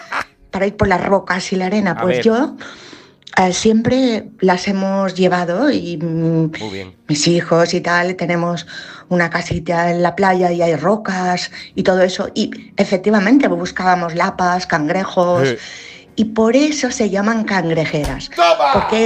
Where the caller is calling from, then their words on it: Palma, Balearic Islands, Spain; de Palma.